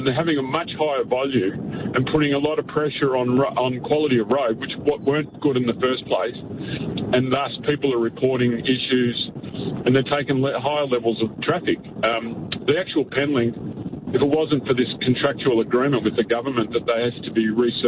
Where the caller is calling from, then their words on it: Mornington Peninsula, Victoria, Australia; I'm from the Mornington Peninsula.